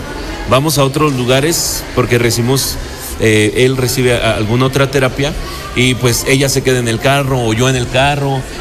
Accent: Tlatlapanala, Puebla, Mexico

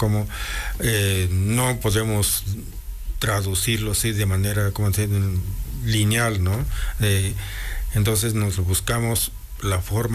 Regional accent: Mixteca, Mexico; first language Mixtec; Spanish is a second language; es la manera de nosotros hablamos nuestra lengua materna, tanto lo que es el mixteco, que decimos nosotros los mixtecos autodenominamos Adavi

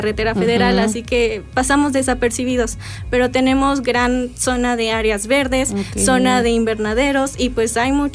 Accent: Jalacingo, Veracruz, Mexico; moved away; En mi caso, mi pueblo, bueno, mi ciudad de origen se llama Jalacingo, Veracruz, y es un lugar muy bonito, pero como está en intermedio por la carretera federal, así que pasamos desapercibidos, pero tenemos gran zona de áreas verdes, zona de invernaderos

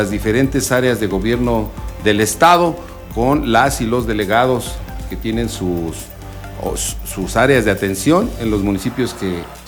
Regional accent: Xonacatlán, Puebla, Mexico; en la Junta Auxiliar de Xonacatlán, de donde yo soy oriundo

